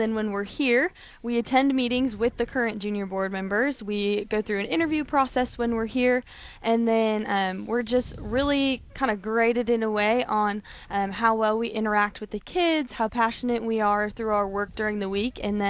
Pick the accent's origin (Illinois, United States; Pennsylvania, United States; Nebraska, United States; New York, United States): Illinois, United States; also born or lived in Wyoming; now in Glenwood Springs, United States; I'm originally from Illinois. I currently reside in Colorado, though.